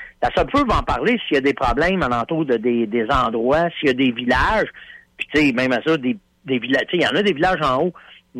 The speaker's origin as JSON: {"language": "French", "country": "Canada", "said": "je disais, ben, je viens du Canada, tu sais."}